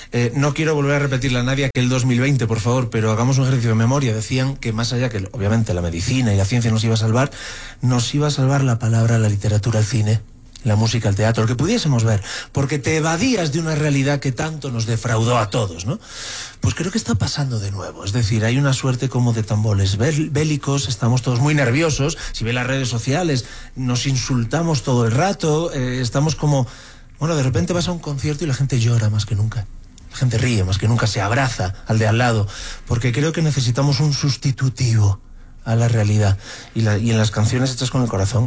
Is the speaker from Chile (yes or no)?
no; Galicia, Spain; en mi país, en España, estamos perdiendo todos un poco el norte. Y mira que yo soy gallego, soy del norte